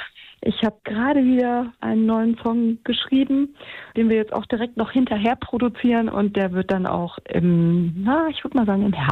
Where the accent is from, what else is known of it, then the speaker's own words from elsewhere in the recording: Frankfurt, Hesse, Germany; Also wir sind auch jetzt gerade hier Anfang Juli zum Beispiel unten in meiner alten Heimat in Frankfurt dann wieder zu einem Auftritt.